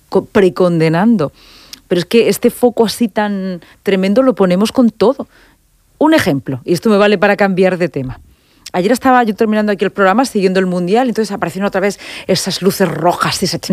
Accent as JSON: {"language": "Spanish", "country": "Spain", "said": "¿Nos alegra como españoles?"}